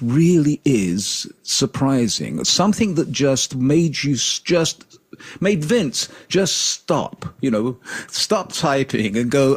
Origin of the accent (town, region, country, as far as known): London, United Kingdom; born or raised there